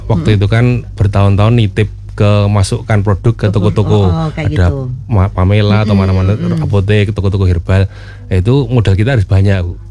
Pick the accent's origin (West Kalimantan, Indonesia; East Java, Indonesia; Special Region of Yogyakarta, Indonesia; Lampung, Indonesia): Special Region of Yogyakarta, Indonesia; Yogyakarta; born there; dulu waktu SMA itu sekolah di SMA di Jogja ini